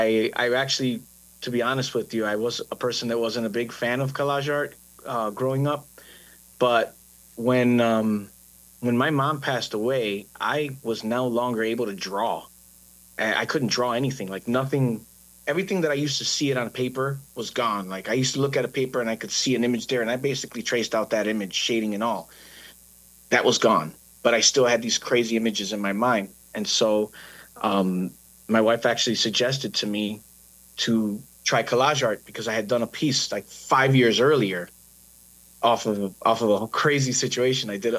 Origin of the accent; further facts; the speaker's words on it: Chicago, Illinois, United States; I grew up in Chicago, and I grew up a graffiti artist